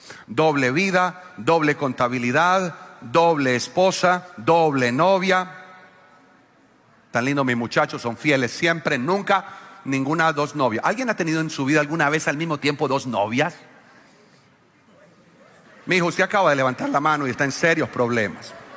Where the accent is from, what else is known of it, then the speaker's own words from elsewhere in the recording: Colombia; nosotros estamos leyendo como latinos y colombianos.